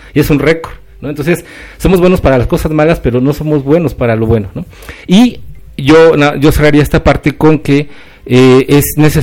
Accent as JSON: {"language": "Spanish", "country": "Mexico"}